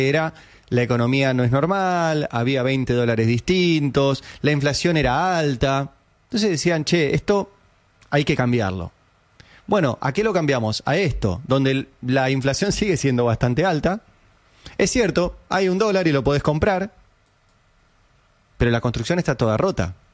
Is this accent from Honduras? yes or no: no; Catalonia, Spain; Para mí, o sea que soy catalán y consultor político